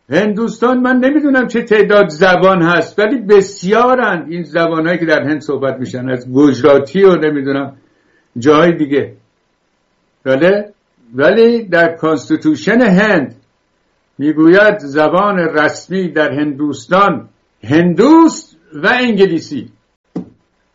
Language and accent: Persian; Iran; بله، گفتم لوری، چون من خودم بختیاری هستم که به کسی بر نخورم.